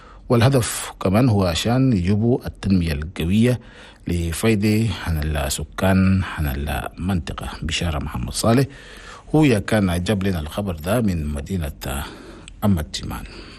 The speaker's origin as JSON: {"language": "Arabic", "country": "Chad", "said": "حنا بلدنا تشاد"}